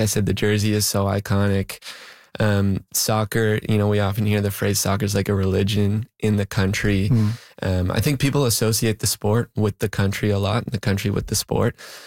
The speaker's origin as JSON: {"language": "English", "country": "Canada", "tie": "born or raised there", "said": "Obviously, you know, I'm Canadian. I grew up in Canada."}